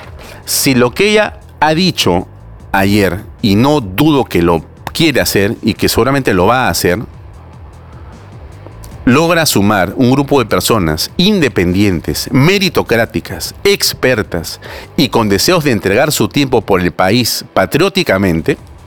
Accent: Peru

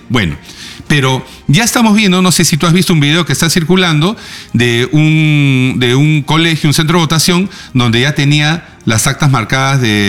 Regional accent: Peru

